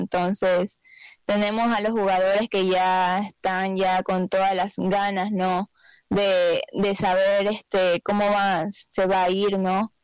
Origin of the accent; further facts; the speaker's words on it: Ecuador; nosotros somos de Ecuador